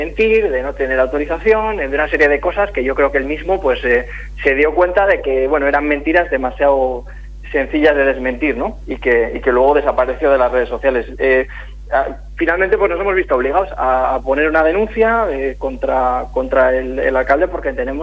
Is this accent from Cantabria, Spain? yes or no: yes; Torrelavega, Cantabria, Spain; ya sabes que no soy de Laredo, soy de Torlavega